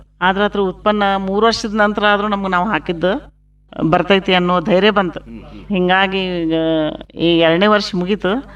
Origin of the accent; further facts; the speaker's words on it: Belagavi district, Karnataka, India; ನಮ್ಮ ಊರು ಮೇಟಲ್ ಗ್ರಾಮದ ವಾಸಿ ಇರುತ್ತೇನೆ.